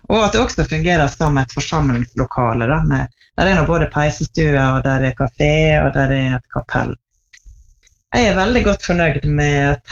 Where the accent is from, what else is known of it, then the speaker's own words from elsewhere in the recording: Tresfjorden, Møre og Romsdal, Norway; Jeg vokste opp I Tresfjorden, som da på andre siden av fjellet. Da jeg var der, faren min var prest I Tresfjorden